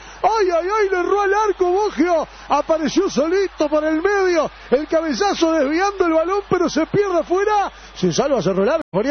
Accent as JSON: {"language": "Spanish", "country": "Uruguay", "said": "los jugadores somos protestones los uruguayos"}